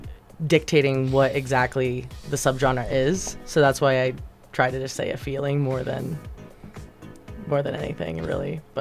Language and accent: English; New England, United States; moved away as an adult; now in Boise, United States; I'm from New England originally, but I've been living in Boise for 7 years.